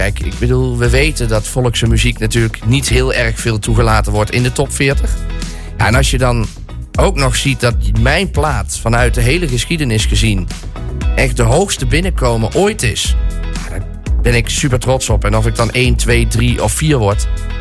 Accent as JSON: {"language": "Dutch", "region": "Gelderland", "country": "Netherlands", "said": "want we komen alle twee uit de Betuwe"}